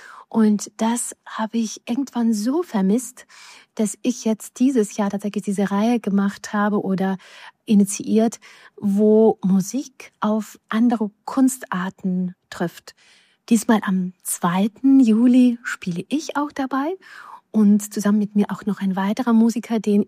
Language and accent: German; Ukraine; German is a second language; moved away as an adult; now in Hanover, Germany; Durch Sowjeterziehung, dadurch, dass man Jüdin in der Ukraine und dann später eine Ukrainerin in Deutschland mit zwei Kindern, die sich als Deutsche betrachten.